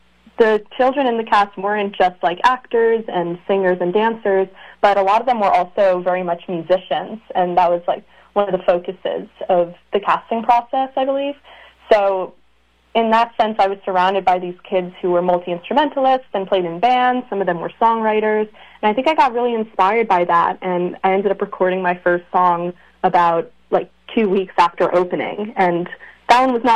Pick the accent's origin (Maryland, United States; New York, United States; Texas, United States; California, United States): New York, United States; I'm from Long Island, but I'm also a very frequent visitor of Manhattan, so I kind of view both of them as my home a bit.